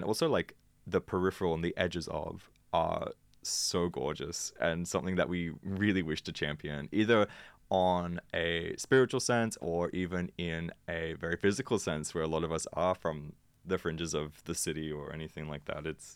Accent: Sydney, New South Wales, Australia; I mean, I'm originally from Southwest Sydney

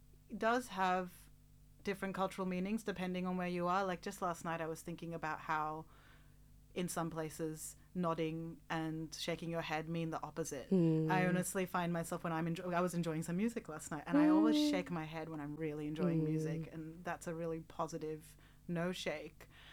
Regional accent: Australia; both of my parents are Indian and I grew up in Australia

